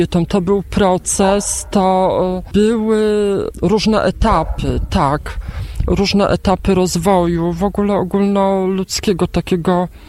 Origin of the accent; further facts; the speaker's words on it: Czeladź, Silesian Voivodeship, Poland; Ja urodziłam się i pochodzę z Czeladzi, nadal mieszkam w Czeladzi w Zagłębiu Dąbrowskim